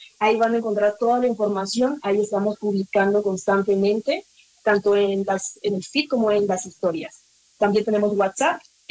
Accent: Mexico; now in Bogotá, Colombia

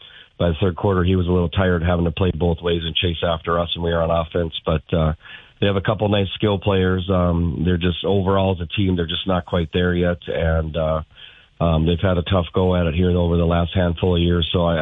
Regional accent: Twin Cities, Minnesota, United States; When I grew up in the Twin Cities in 1992, Minnetonka was big school football, and that was my high school, was also big school football.

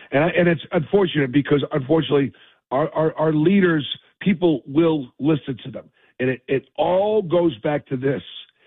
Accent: Boston, Massachusetts, United States; And, of course, growing up in Boston and being on the Big East for so many years

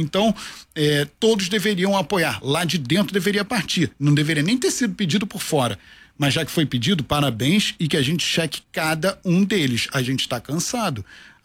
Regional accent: Rio de Janeiro, Brazil; como morador do Rio de Janeiro, como carioca, como apaixonado por essa cidade.

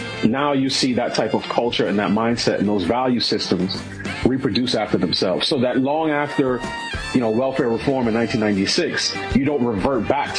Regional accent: New York City, New York, United States; I grew up in New York City. You know, I went to school in college in Pittsburgh. I've been in the D.C. area now almost 20 years.

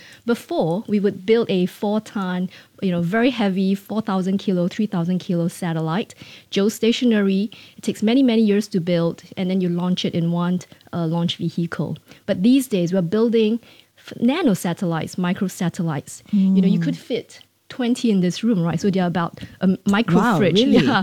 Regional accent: Singapore; I do realize, as someone working in the space industry and as a Singaporean, that is a very big step forward

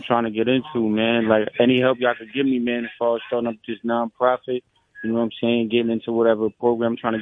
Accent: New York, United States; Well, I'm from Long Island, bro.

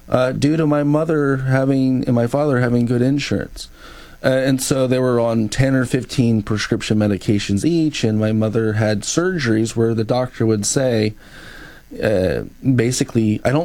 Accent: Indiana, United States; I grew up in Indiana

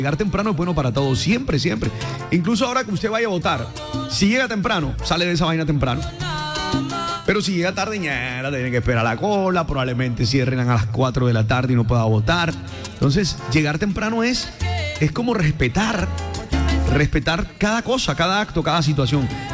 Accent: Colombia; estamos hasta sorprendidos como colombianos con lo que está pasando

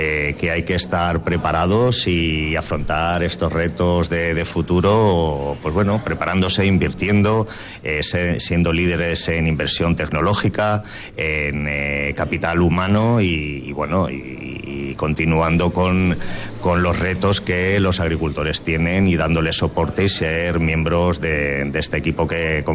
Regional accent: Castilla-La Mancha, Spain; yo de origen soy, por ejemplo, manchego y en mi tierra sí hay sequía

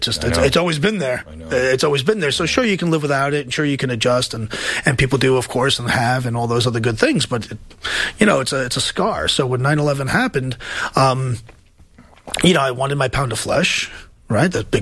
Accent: Queens, New York, United States; I was, you know, I'm a New Yorker, I'm from Queens, and, you know, if 9/11 touches New Yorkers in particular

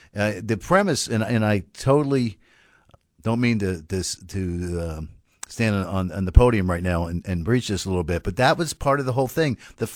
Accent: Washington, District of Columbia, United States; now in Maryland, United States; My hometown is Washington D.C., which has so it's the city of Washington, which is not a state, but it's almost like the tri-state area

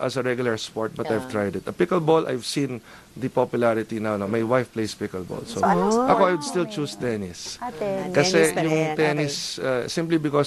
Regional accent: San Juan, Metro Manila, Philippines; I've lived here all my life. I was born in San Juan, Cardinal Santos Medical Center

